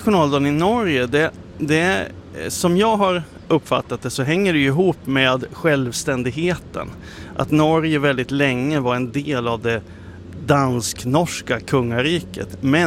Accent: Sweden; vi i Sverige

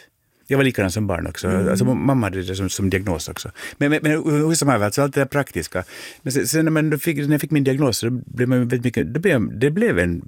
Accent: Finland; jag tycker att jag är väldigt finländsk på det viset

